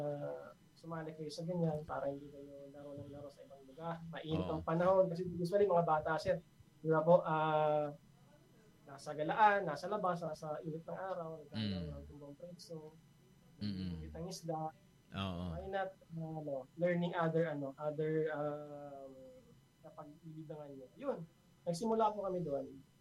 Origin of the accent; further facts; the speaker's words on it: Bicol Region, Philippines; now in Manila, Philippines; Pero nasa Manila ako, sir. That was Bicol province before. Taga-Bicol talaga ako original.